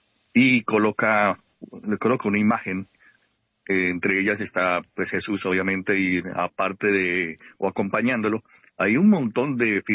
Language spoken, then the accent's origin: Spanish; Bogotá, Colombia; now in Miami, United States; Yo vine de Bogotá, Colombia, y yo trabajaba con RTBC para el Canal 1.